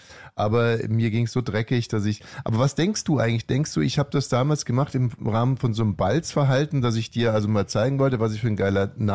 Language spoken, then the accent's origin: German; West Germany, Germany; Weil bei uns im Westen hat man genießt und dann hieß es, zieh dir mal was an die Füße.